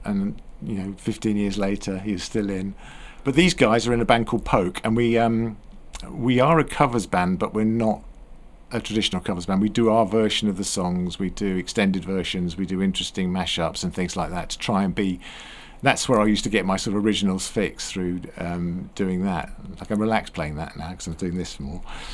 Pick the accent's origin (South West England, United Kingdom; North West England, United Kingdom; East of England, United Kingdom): East of England, United Kingdom; St Ives; Yeah, well, St Ives. The gigs so far have been in Somersham, St Ives, Buckton, and someone else I can't remember at the moment.